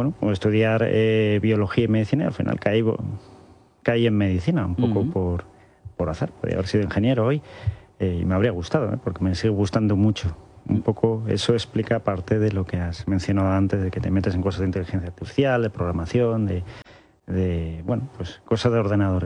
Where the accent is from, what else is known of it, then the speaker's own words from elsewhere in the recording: Collado Villalba, Community of Madrid, Spain; Y bueno, pues básicamente crecí en Villalba, que es un pueblo de la Sierra de Madrid, que muchos conoceréis.